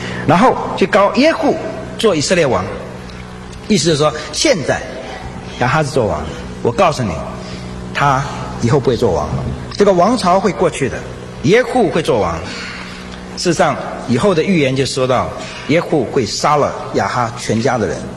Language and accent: Chinese; China; 我们中国人